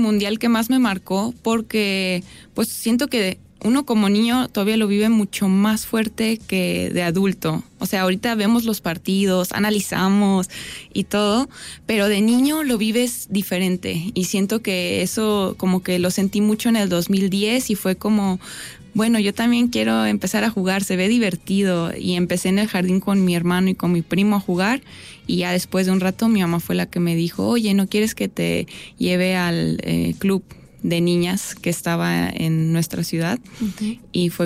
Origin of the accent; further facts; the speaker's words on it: Germany; pues yo nací en Alemania, mi papá es alemán, mi mamá es mexicana, de Guanajuato capital, y pues yo nací allá, crecí allá